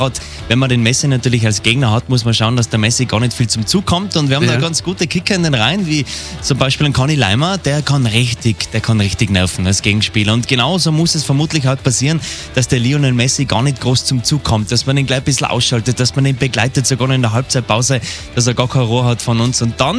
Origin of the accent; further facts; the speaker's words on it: Schwaz, Tyrol, Austria; sondern auch bei uns in Schwarz und ab 19 Uhr rollt die Kugel dann.